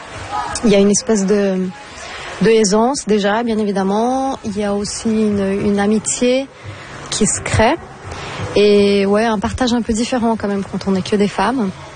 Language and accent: French; Brazil; Moi, je suis brésilienne hein, à la base, donc quand je pense à l'Amazone